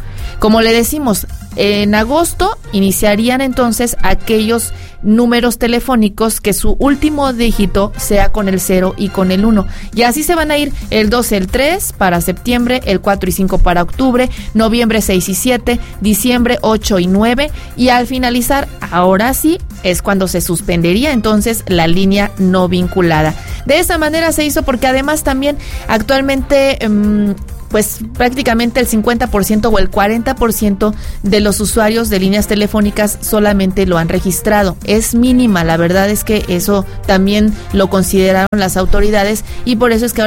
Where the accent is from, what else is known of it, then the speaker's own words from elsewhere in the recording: Mexico; así como somos los mexicanos